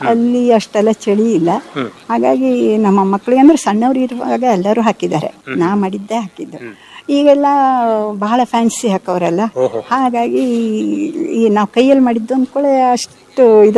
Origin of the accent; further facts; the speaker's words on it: Karnataka, India; also born or lived in Dandeli / Haliyal; ನಮ್ಮ ಉತ್ತರ ಕನ್ನಡದಲ್ಲಿ ಕಂಪ್ಲೀಟ್, ಉತ್ತರ ಕನ್ನಡ ಕಂಪ್ಲೀಟ್.